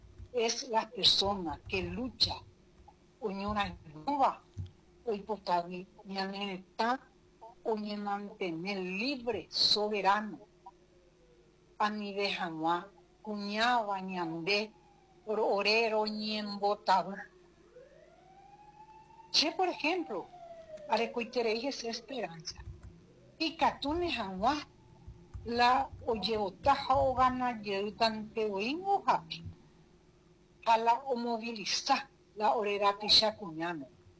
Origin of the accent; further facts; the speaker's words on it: Paraguay; como cuñada, como mamá, como paraguaya.